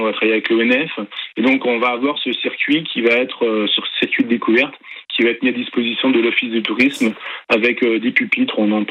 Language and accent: French; Grand Est, France; Oui, alors moi, comme je suis lorrain, je dis aussi que c'est le seul pape lorrain